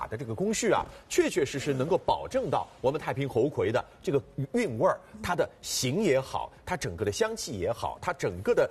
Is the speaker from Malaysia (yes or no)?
no; Shanghai, China; 咱们上海人啊